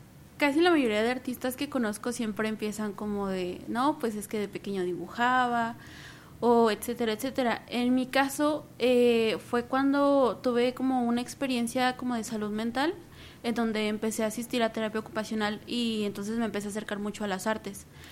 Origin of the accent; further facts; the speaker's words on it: Mexico City, Mexico; moved away as an adult; also born or lived in Nuevo León; now in Bogotá, Colombia; Vengo de México. Soy originaria de Ciudad de México y vengo por parte de la Autónoma, por la Universidad Autónoma de Nuevo León.